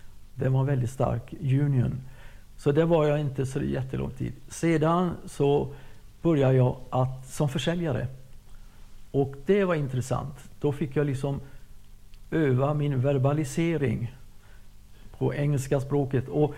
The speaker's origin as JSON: {"language": "Swedish", "country": "Sweden", "also_born_or_lived": "California", "moved": "as an adult"}